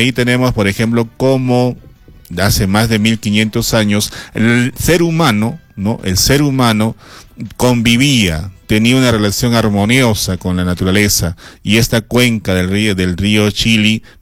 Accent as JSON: {"language": "Spanish", "region": "Arequipa", "country": "Peru", "said": "como ciudadanos, como arequipeños. Ahora que estamos en el mes de agosto, ahora que nos sentimos más arequipeños que nunca"}